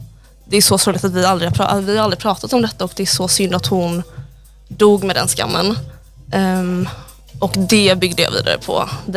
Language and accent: Swedish; Gothenburg, Västra Götaland County, Sweden; moved away; also born or lived in Västerbotten; Jag är från Göteborg